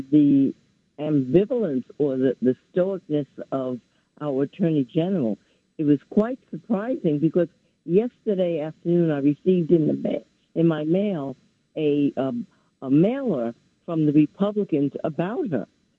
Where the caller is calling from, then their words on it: New York City, New York, United States; I'm calling from New York City.